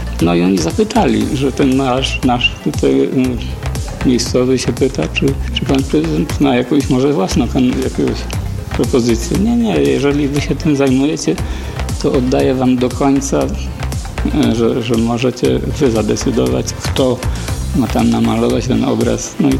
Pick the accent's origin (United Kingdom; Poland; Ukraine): Poland; Lubawa, Warmian-Masurian Voivodeship; born there